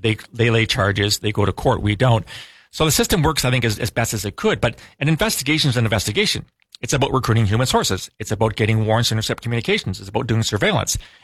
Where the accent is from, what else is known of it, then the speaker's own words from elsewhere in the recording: Canada; But pound for pound, or being Canadian, kilo for kilo